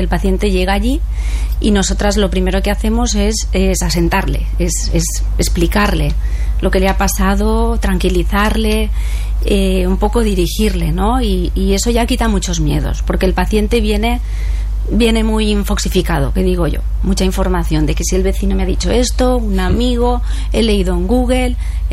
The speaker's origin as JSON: {"language": "Spanish", "town": "La Vall d'Uixó", "region": "Valencian Community", "country": "Spain", "said": "soy de la Vall"}